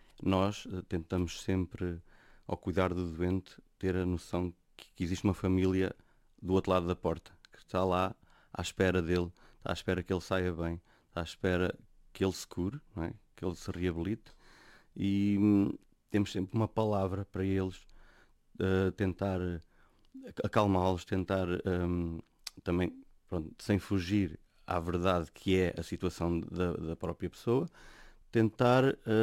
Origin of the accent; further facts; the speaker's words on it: Coimbra, Centro, Portugal; eu sou de Coimbra. Tirei o curso em Coimbra